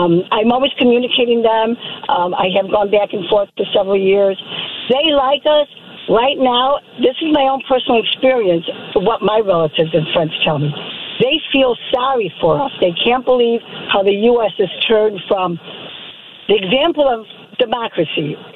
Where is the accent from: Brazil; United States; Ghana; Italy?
Italy; born there; English is a second language; I am from Europe. I was born in Italy. I have relatives in France.